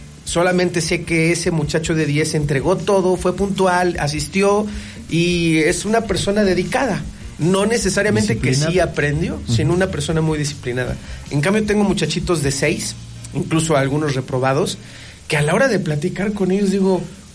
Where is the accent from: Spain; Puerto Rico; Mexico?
Mexico